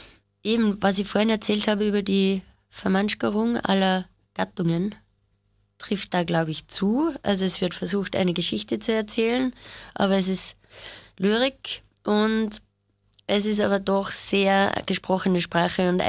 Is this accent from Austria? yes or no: yes; Mauthausen, Upper Austria, Austria; now in Vienna, Austria; Also ich bin in der Nähe von Linz aufgewachsen, Mauthausen, und bin halt in Linz in die Schule gegangen